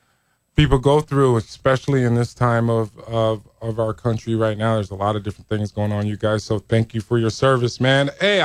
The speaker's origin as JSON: {"language": "English", "region": "Georgia", "country": "United States", "also_born_or_lived": "Germany / El Paso, Texas", "lives_now": "Albuquerque, United States", "said": "people want to say I came from El Paso, but I came from Georgia."}